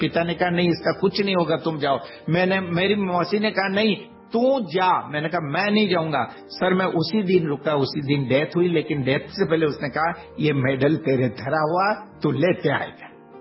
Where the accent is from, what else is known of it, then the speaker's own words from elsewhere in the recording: Rajasthan, India; उसमें राजस्थान से हम दो जने थे सर, एक बीकानेर से थे और एक मैं था।